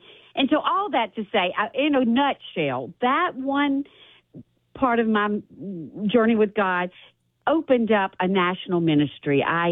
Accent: Mississippi, United States; You know, we were born and raised in Mississippi, and we did all the right things.

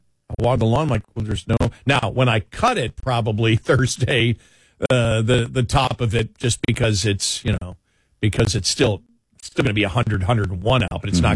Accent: Buffalo, New York, United States; And that's the weirdest thing growing up in Buffalo, that I, somebody who grew up in Buffalo

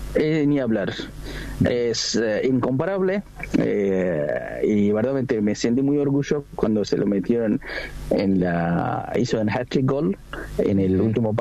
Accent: Bangladesh; now in Argentina

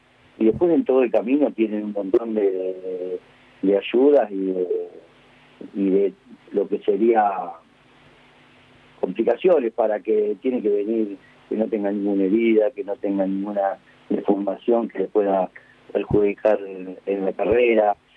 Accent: Lincoln, Buenos Aires Province, Argentina; moved away as an adult; Y mira, la verdad que a mí me gustó siempre, de chico, en Lincoln. Un día pasé por el hipódromo y me enamoré. Y bueno, tuve la suerte de venir acá hace 40 años este año. Vine a los 22 años.

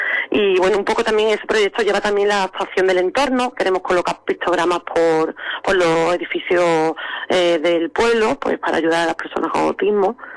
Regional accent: Palma, Spain; como soy de Palma, pues algunos no sabéis, pero bueno, son los comercios que mencionas, son comercios conocidos aquí en el pueblo

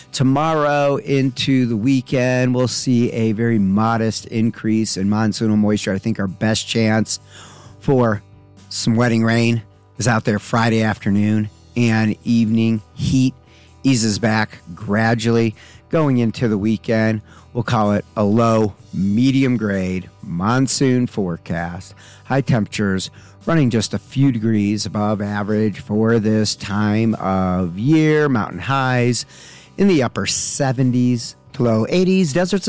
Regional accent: Canada; I'm Canadian meteorologist … with the weekend weather outlook

